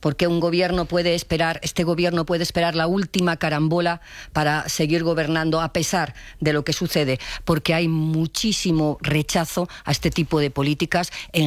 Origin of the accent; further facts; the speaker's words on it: Castile and León, Spain; Ya le vendría bien a mi tierra, a Castilla y León, tener migración joven allí